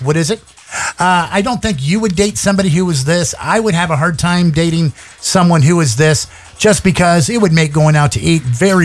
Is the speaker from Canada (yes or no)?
no; Mississippi, United States; No, just because I'm from Mississippi